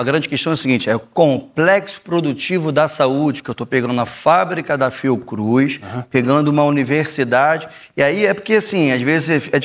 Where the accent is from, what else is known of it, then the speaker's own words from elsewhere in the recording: Nova Iguaçu, Rio de Janeiro, Brazil; born there; Eu nasci em Nova Iguaçu.